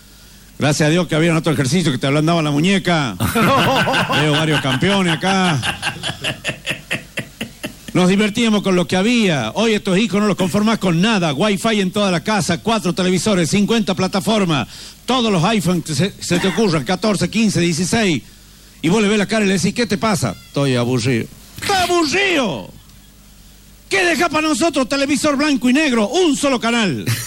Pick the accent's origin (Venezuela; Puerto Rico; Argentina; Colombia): Argentina; Catamarca; los que hemos nacido en pueblo tenemos grandes ventajas por lo que nací en las ciudades. ¿Por qué? Porque nosotros nos criamos con cosas básicas y elementales.